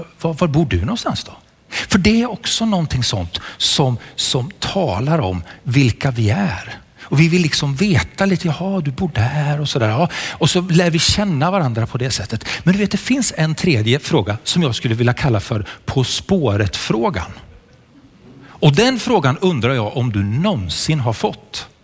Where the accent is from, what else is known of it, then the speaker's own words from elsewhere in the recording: Sweden; jag kommer från Sverige